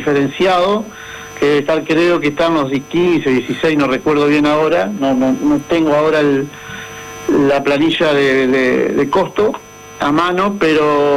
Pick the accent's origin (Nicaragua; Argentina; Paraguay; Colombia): Argentina; now in Federación, Argentina; lo que hoy estamos pagando el ajuste somos los argentinos de bien